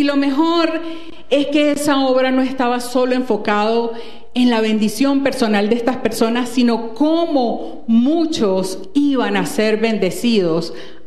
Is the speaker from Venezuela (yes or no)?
yes; Venezuela